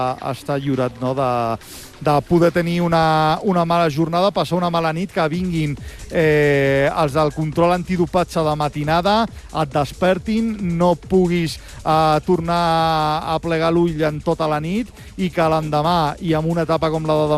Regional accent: Catalonia, Spain

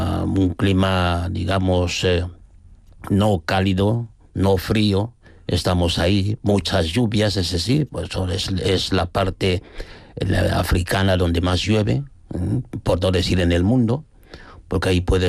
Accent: Equatorial Guinea; Spanish is a second language; now in Spain; Yo jugaba con los chavales en mi pueblo, chavales blancos, españoles, entonces no había esa diferencia. Sí, nos prohibían en la escuela hablar nuestra lengua

